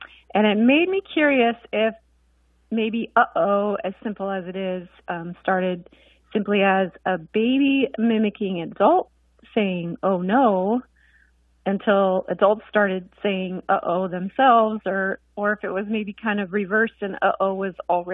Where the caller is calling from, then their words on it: Seattle, Washington, United States; I'm calling from the Seattle area.